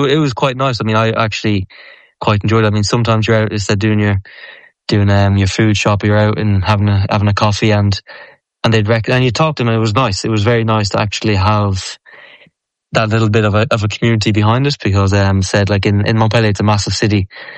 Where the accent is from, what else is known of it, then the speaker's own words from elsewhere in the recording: Drogheda, Leinster, Ireland; moved away as an adult; also born or lived in Aurillac; I grew up in Drogheda. It's only, Drogheda is big enough in itself, but we're only 25, 30 minutes from Dublin.